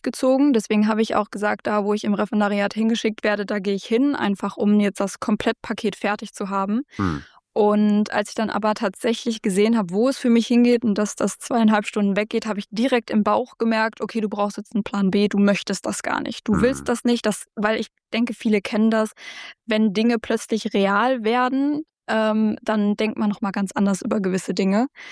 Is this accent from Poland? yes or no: no; North Rhine-Westphalia, Germany; okay, ich bin hier im Ländlichen, wo ich aufgewachsen bin auch. Und jetzt ist es aber so, okay, vielleicht komme ich auch einfach ans andere Ende von Nordrhein-Westfalen